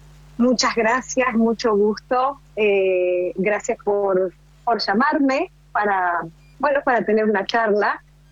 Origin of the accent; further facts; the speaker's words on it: Zárate, Buenos Aires Province, Argentina; Yo soy de Zárate.